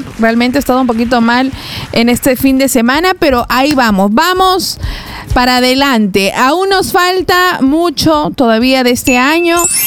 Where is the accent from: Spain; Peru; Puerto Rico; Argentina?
Peru